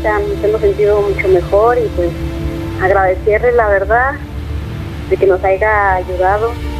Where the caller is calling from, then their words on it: Zacatecas, Mexico; De Zacatecas